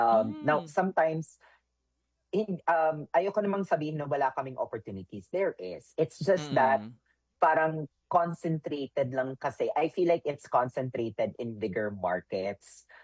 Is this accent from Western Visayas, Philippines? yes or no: no; Cebu City, Central Visayas, Philippines; Now, sa Visaya, specifically here in Cebu, it's really a big part yung Visaya culture namin, specifically in yung sa humor namin, yung language